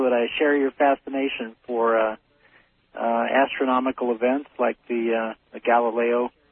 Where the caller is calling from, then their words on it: Phoenix, Arizona, United States; I'm calling from Phoenix.